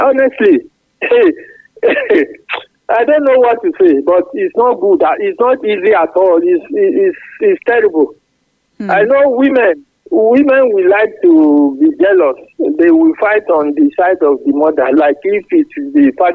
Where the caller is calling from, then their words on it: Apete, Oyo, Nigeria; from Apete.